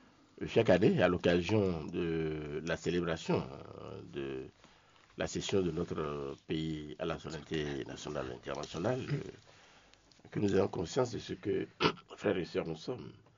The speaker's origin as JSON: {"language": "French", "country": "Benin", "said": "en tant que Béninois"}